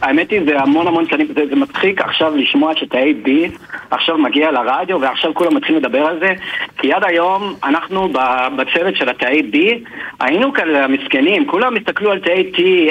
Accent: Beit Shemesh, Jerusalem District, Israel; אני נולדתי, גדלתי בבית שמש, להורים אמריקאים.

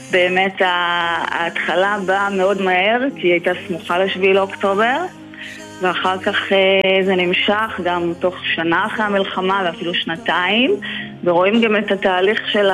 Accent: Ruhama, Southern District, Israel; אני מקיבוץ רוחמה שבעוטף. אנחנו נשארנו כאן, אני ובעלי שהוא גם מכפר עזה, בגלל העיסוקים שלנו היינו חייבים להישאר פה

